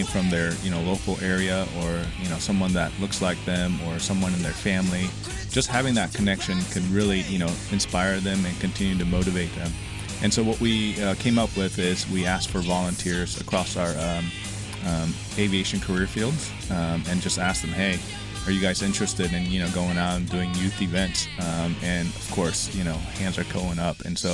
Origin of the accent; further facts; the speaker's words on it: Oklahoma, United States; also born or lived in Korea; I'm an immigrant, and we moved to Oklahoma from Korea. And growing up there near Tinker, my story was that, you know, I went to air shows at Tinker Air Force Base